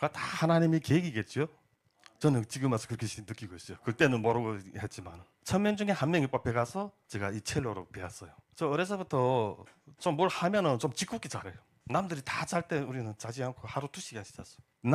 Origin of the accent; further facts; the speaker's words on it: North Korea; now in South Korea; 야 이거 북한에서 태어난 거 왜 이렇게 후회되고